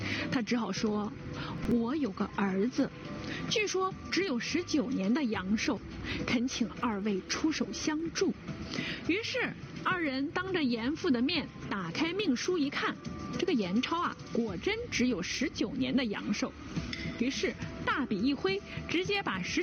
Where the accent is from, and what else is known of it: China